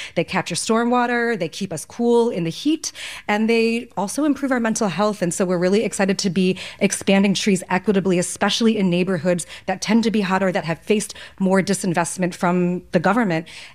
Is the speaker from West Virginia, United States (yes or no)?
no; New York City, New York, United States; No, I was just kind of curious as a New Yorker, you know?